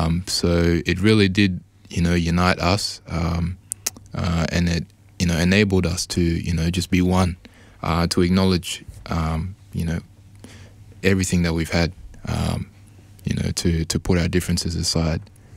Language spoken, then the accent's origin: English; Melbourne, Victoria, Australia; I was born here in Melbourne. You know, grew up around my family in the southeastern region of Melbourne